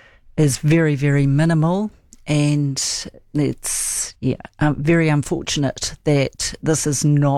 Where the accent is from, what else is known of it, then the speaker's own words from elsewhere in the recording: West Auckland, Auckland, New Zealand; So, West Auckland, Newlyn, West Auckland, and spent the first 16 years of my life experiencing child sexual abuse and trafficking within New Zealand.